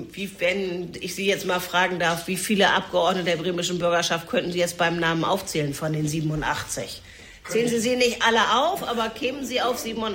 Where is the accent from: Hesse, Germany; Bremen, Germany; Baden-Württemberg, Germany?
Bremen, Germany; Ich komme aus Bremen, auch ganz ursprünglich.